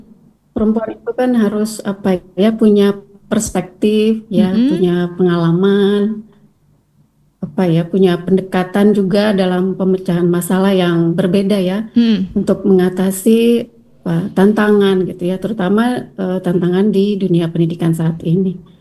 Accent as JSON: {"language": "Indonesian", "town": "Medan", "region": "North Sumatra", "country": "Indonesia", "also_born_or_lived": "Aceh", "said": "Saya asli Medan, Aceh."}